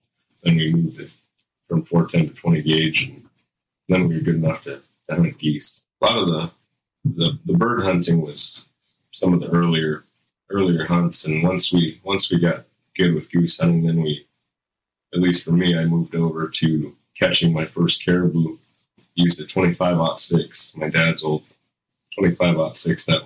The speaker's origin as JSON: {"language": "English", "town": "Utqiagvik", "region": "Alaska", "country": "United States", "tie": "born or raised there", "said": "Jack's younger brother, 34. I was born and raised here in Iqaluit, Barrow, Alaska."}